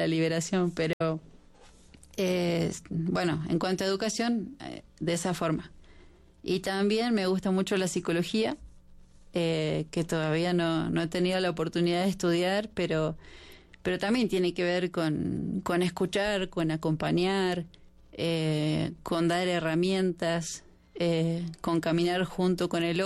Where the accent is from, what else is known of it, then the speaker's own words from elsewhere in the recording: Argentina; yo soy muy amiguera y familiera, entonces, como buena argentina.